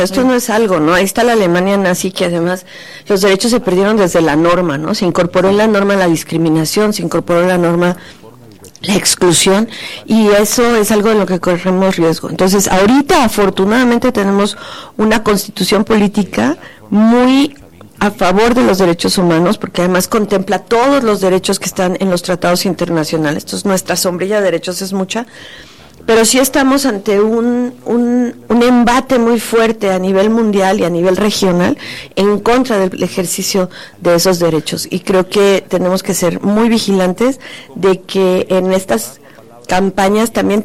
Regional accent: Mexico; como ciudadanas mexicanas, como ciudadanos mexicanos

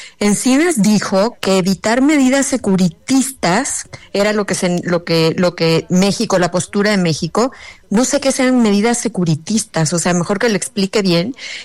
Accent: Nicaragua; born there; los que tenemos pasaporte nicaragüense y nacimos en Nicaragua, no podemos votar desde el exilio.

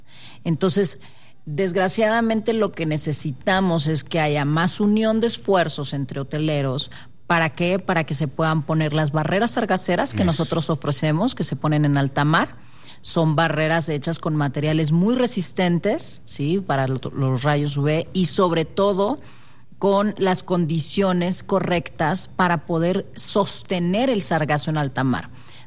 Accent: Monterrey, Nuevo León, Mexico; moved away as an adult; now in Quintana Roo, Mexico; Soy de Monterrey, Nuevo León, pero digo quintanarruense de corazón porque me adoptó el estado hace 8 años y soy una, una total ciudadana quintanarruense que está enamorada del Caribe mexicano

